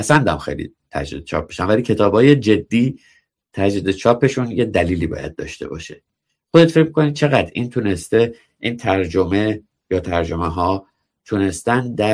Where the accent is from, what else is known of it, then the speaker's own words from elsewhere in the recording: Iran; moved away; من واقعا خوشحالم برای کسایی که چون من 20 سال پیش از ایران اومدم بیرون، کسانی که بعد از من آمدن و تجربیات زنده تری دارند از داخل ایران.